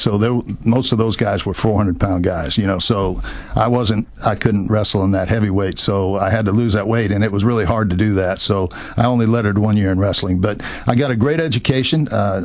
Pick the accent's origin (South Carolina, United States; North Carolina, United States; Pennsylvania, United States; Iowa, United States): Iowa, United States; moved away as an adult; I was just a farm kid out of Iowa